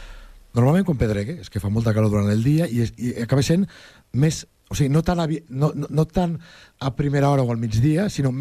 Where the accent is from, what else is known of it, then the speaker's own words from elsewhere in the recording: Lleida, Catalonia, Spain; la gent que som de Lleida